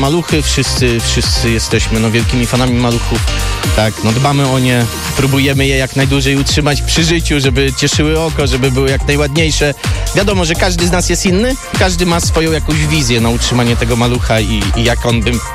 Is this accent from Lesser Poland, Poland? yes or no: no; Masovian Voivodeship, Poland; Znaczy, my jesteśmy praktycznie z okolic Warszawy.